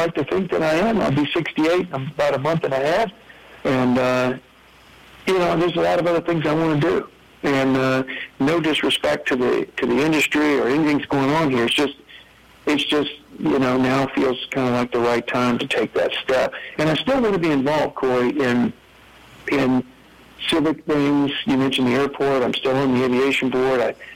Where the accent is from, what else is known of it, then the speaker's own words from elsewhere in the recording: Shreveport, Louisiana, United States; I grew up in Shreveport. I went to Woodlawn High School